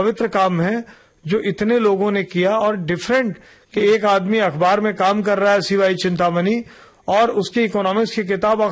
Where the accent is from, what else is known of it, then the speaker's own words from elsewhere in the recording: Allahabad, Uttar Pradesh, India; तो मैं इलाहाबाद शहर से आता हूँ तो रेडियो में पहले दिन दाखिल हुआ